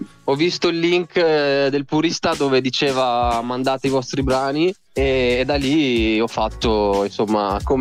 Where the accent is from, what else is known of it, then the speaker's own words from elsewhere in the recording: Pordenone, Friuli-Venezia Giulia, Italy; io sono di Pordenone e vengo dal Friuli, quindi abbastanza lontano